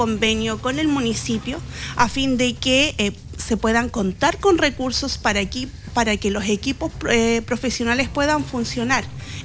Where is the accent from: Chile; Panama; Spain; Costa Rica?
Chile; nosotros, como Estado, como sociedad chilena